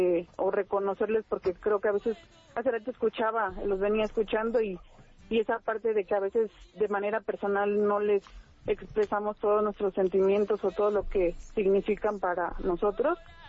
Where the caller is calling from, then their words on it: Texcoco, State of Mexico, Mexico; vivo en Texcoco y trabajo hasta Santa Fe.